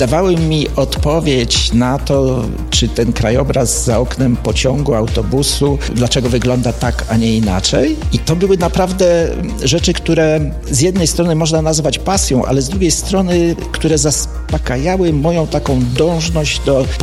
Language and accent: Polish; Podlasie, Poland; also born or lived in Göttingen, Germany